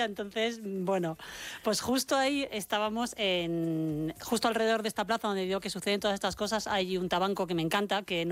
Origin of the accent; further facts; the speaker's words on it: Castile and León, Spain; pero yo como buena medio zamorana, todo lo que lleve ajo, voy dentro